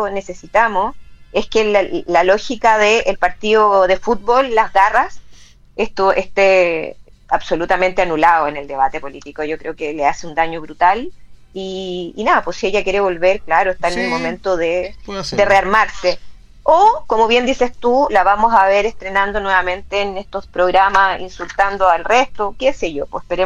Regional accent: Chile; No, y además que no, si nosotros necesitábamos como chilenos que salieran, chao.

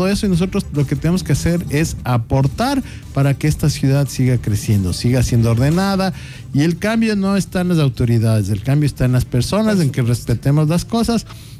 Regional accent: Ecuador; somos ecuatorianos, que sí podemos. Y somos ecuatorianos, sí señor.

